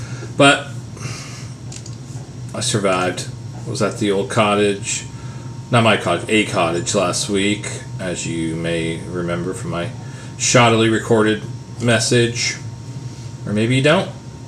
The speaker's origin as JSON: {"language": "English", "town": "Windsor", "region": "Ontario", "country": "Canada", "tie": "born or raised there", "said": "my hometown and Daniel D's hometown of Windsor"}